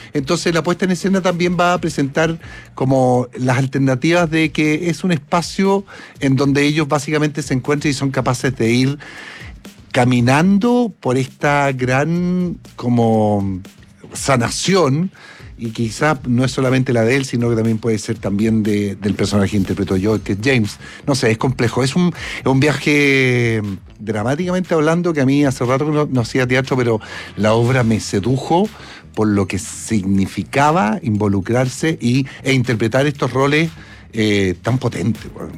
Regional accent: Chile; nosotros como sociedad, como chilenos, somos buenos para el copete

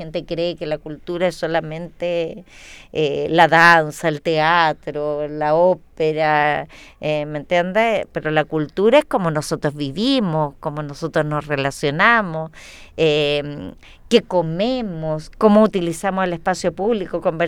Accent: Chile; nosotros como chilenos, que somos una mezcla, ¿no es cierto?, de razas y de cultura

